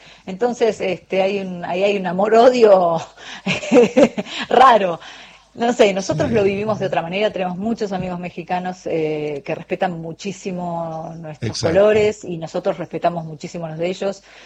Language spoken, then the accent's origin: Spanish; Argentina; nosotros, como argentinos, sé que hinchamos siempre por Latinoamérica.